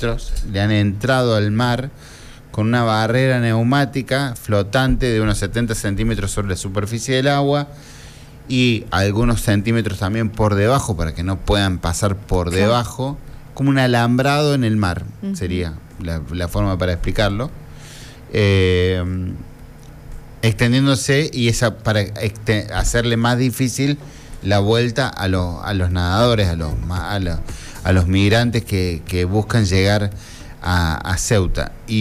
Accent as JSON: {"language": "Spanish", "region": "Córdoba", "country": "Argentina", "said": "quiero decir algo como cordobés. No está lejos de que pase acá."}